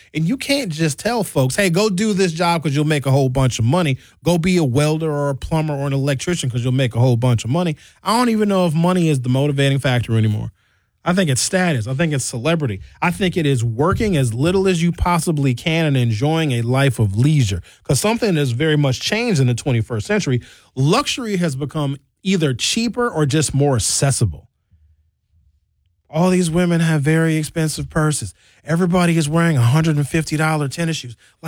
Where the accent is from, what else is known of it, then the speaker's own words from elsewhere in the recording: Milwaukee, Wisconsin, United States; we're talking about my hometown of Milwaukee today